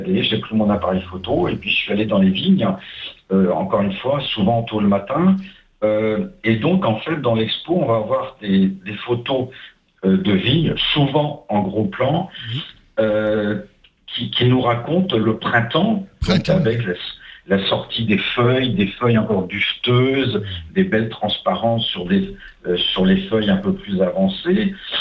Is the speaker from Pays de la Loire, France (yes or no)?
no; Grand Est, France; now in Saint-Gély-du-Fesc, France; aussi bien de la région du Languedoc, qui est ma région adoptive, que de la Champagne, qui est ma région natale.